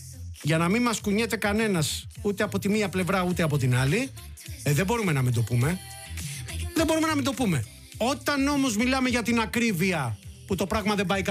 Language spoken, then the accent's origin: Greek; Crete, Greece; Εγώ είμαι από Κρήτη.